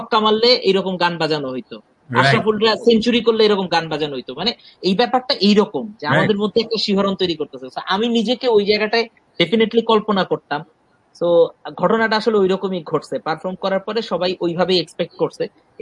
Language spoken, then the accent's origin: Bangla; Dhaka, Dhaka Division, Bangladesh; যেটা হয় যে নর্মালি আমি ঢাকাতেই বড় হয়েছি, তো অনেকে আবার আমি মিরাক্কেলের অডিশন দিছি ঢাকা থেকে